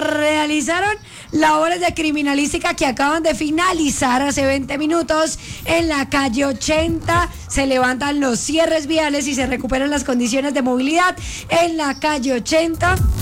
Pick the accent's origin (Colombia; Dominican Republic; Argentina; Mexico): Colombia; Cali, Valle del Cauca; yo soy de Cali